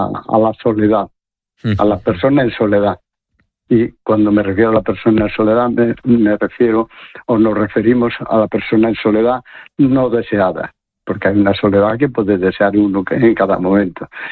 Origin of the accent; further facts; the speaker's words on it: Galicia, Spain; now in Oviedo, Spain; Como gallegos residentes aquí en Oviedo